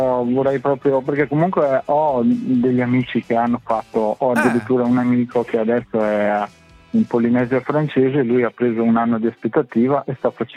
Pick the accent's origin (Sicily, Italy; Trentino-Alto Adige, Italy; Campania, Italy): Trentino-Alto Adige, Italy; Merano; Io sono di Merano, in provincia di Bolzano.